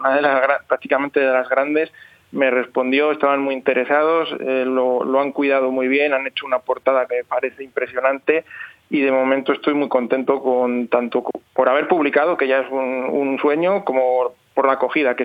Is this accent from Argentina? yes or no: no; Valladolid, Castile and León, Spain; moved away; Yo no vivo en Valladolid, pero es volver a casa con mis familiares, con mis amigos, en Noletum, que es la librería donde yo he crecido, donde he ido siempre desde que era pequeño.